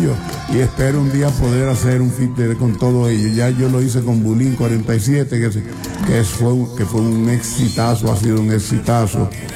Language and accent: Spanish; Dominican Republic